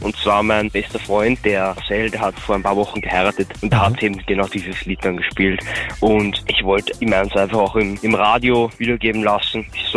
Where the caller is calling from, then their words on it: Tulln, Lower Austria, Austria; Hi. Ich rufe aus Tulln an.